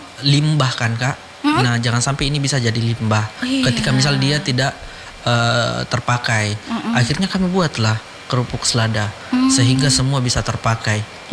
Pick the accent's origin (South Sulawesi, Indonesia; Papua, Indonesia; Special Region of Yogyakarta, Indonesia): South Sulawesi, Indonesia; Bulukumba; di kampung kami, khususnya di Bulukumba itu